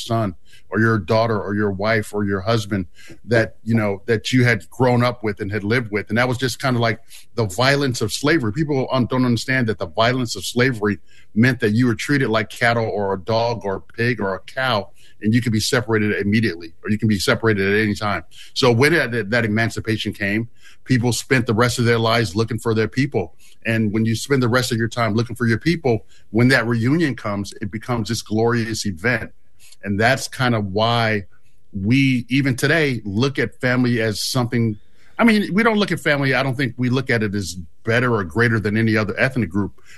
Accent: New York City, New York, United States; I grew up in Brooklyn, New York, but my mother was from North Carolina.

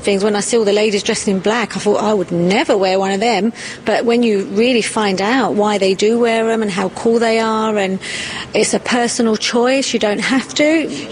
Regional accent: London, United Kingdom; now in Dubai, United Arab Emirates; and we are actually in Dubai, United Arab Emirates. I actually come from the UK. I'm a Londoner. Maybe you can tell by my accent.

